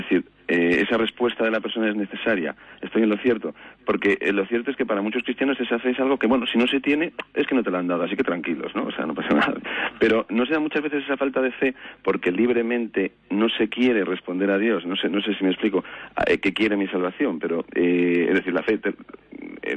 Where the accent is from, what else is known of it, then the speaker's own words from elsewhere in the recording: Vitoria, Basque Country, Spain; Buenos días … de Vitoria.